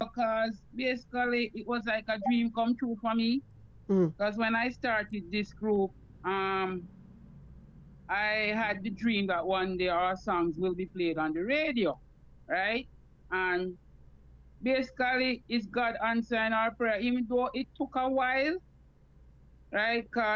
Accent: New Longsville, Clarendon, Jamaica; Yes, we're off Chapelton Road, a place called New Longsville.

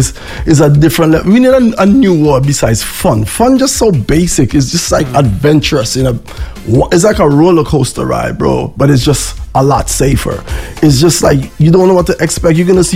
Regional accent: St. Vincent & Grenadines; accent: Vinci; me with my Vinci accent

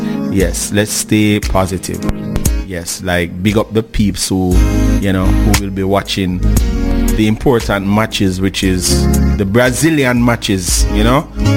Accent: Jamaica; You know, as a Jamaican, we only expect to see two flags.

